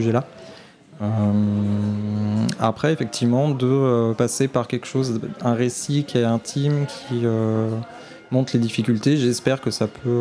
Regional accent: Auvergne-Rhône-Alpes, France; now in Lyon, France; Je suis parti de la région où j'ai grandi. Donc, comme vous disiez, je suis passé de la Savoie à Lyon.

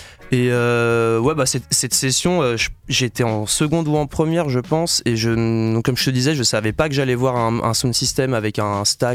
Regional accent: Bourg-en-Bresse, Auvergne-Rhône-Alpes, France; moved away as an adult; now in Villeurbanne, France; je viens de Bourg-en-Bresse, j'ai fait mes armes là-bas on va dire. Et là ça fait un an et demi que j'habite à Villeurbanne.

